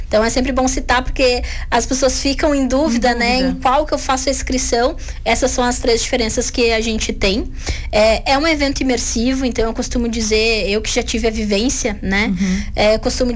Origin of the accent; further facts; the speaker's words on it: Rio Grande do Sul, Brazil; now in Lages, Brazil; eu sou gaúcha.